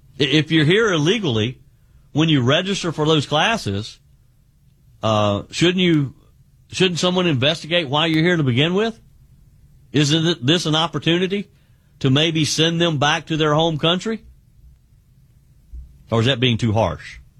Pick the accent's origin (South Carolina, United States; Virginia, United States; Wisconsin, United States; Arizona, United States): South Carolina, United States; he called out Dr. Annie Andrews in my home state of South Carolina